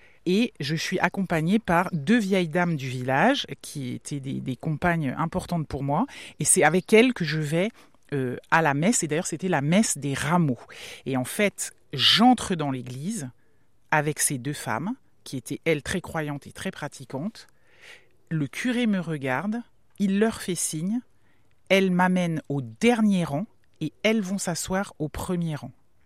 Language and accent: French; Saint-Coulitz, Brittany, France; also born or lived in Brest; now in Paris, France; nous sommes à Saint-Coulis, qui est le village de l'enfance, quoi. Mes premiers... Enfin, j'en ai quelques souvenirs un peu d'avant, mais bah, c'est là que je me suis forgée, si je puis dire.